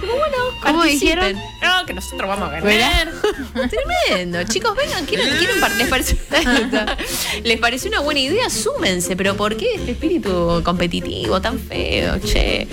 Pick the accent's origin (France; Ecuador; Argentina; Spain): Argentina; me rinde una especie de homenaje como argentina.